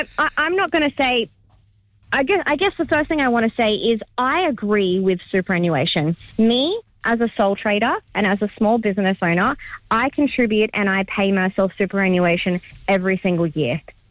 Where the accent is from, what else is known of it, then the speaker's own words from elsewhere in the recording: Australia; I know as an Australian girl who was raised here and who grew up on Aussie music